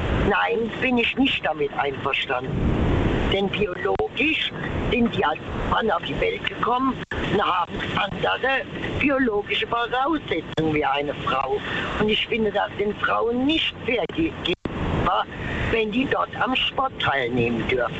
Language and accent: German; Mannheim, Baden-Württemberg, Germany; now in Dienstweiler, Germany; Also, ich bin gebürtig aus Mannheim und ich bin mit allen verschiedenen Sorten von Menschen groß geworden, ob jetzt Schwule, Lesbe, Transsexuelle, alle Türke, Italiener, Grieche, egal.